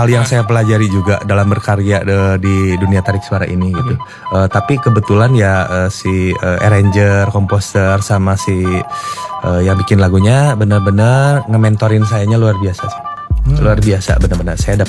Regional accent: Bandung, West Java, Indonesia; Braga meskipun kita orang Bandung ya, aduh Braga udah over

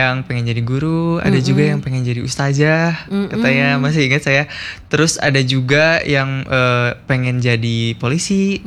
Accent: Majalengka, West Java, Indonesia; born or raised there; moved away

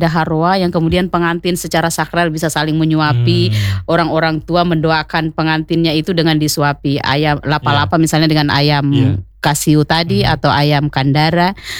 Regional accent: Southeast Sulawesi, Indonesia; Dan cucur itu sebenarnya bagian dari identitas kita sebagai orang Muna, ya, entah orang Buton, betul, yang kemudian memang di dalam haruannya itu harus ada cucur, betul, kan? Itu ya identitas kita.

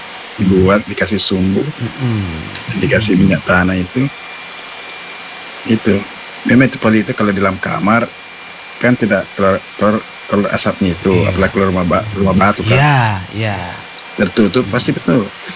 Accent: Bone, South Sulawesi, Indonesia; moved away; Saya tuh di desa kampung saya termasuk listrik tahun 80-an.

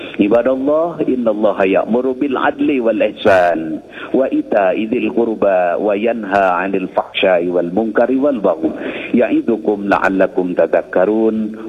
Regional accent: Indonesia; اللهم اجعل بلدتنا إندونيسيا آمنة مطمئنة

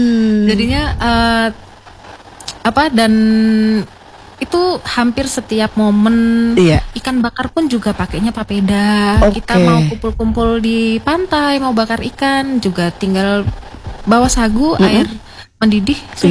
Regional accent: Central Java, Indonesia; now in Papua, Indonesia; Saya malah dari Jawa Tengah.

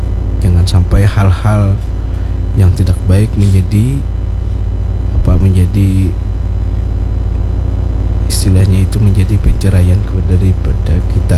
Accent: Banjarmasin, South Kalimantan, Indonesia; Itu bang yang kita patut kita syukuri sebagai warga Banjarmasin, beribadah nyaman.

